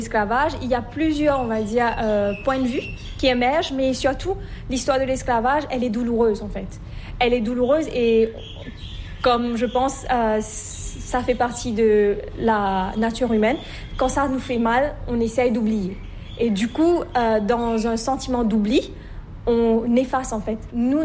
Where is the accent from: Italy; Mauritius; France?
Mauritius; Alors, parce qu'on est beaucoup de Mauriciens dans notre île, mais on est aussi beaucoup de Mauriciens à l'international.